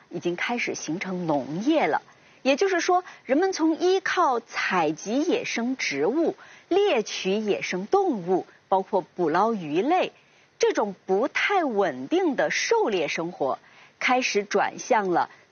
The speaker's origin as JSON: {"language": "Chinese", "country": "China", "said": "我们中国人"}